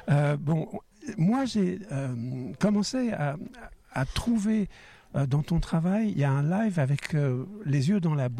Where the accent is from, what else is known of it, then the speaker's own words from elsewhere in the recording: Paris, Île-de-France, France; born there; je suis né à Ménilmontant.